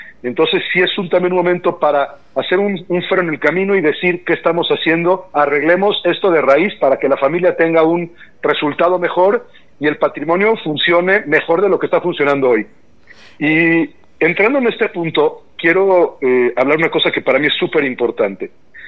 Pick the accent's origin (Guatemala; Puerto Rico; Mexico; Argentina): Mexico; el principal riesgo que hoy por hoy como mexicanos tenemos es que a veces nos da flojera hacer las cosas.